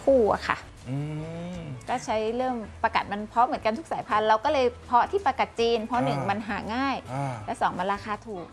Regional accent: Nakhon Pathom, Thailand; ไม่มีงานทำแล้วก็มาเริ่มต้นที่บ้านเกิดที่จังหวัดนครปฐมที่เนี่ยค่ะ

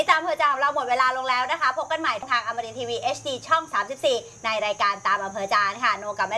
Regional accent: Southern Thailand, Thailand; ไม่ได้เราเป็นคนใต้

